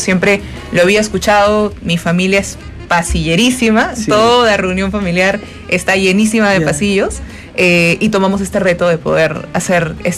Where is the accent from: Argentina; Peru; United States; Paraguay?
Peru; northern Peru; mi familia es de Tumbes. Yo soy orgullosamente norteña, mamá tumbesina, papá piurano.